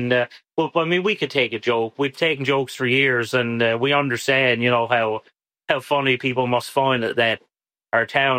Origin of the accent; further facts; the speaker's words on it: Dildo, Newfoundland and Labrador, Canada; And but yeah, I've never been ashamed to ever say I was from Dildo.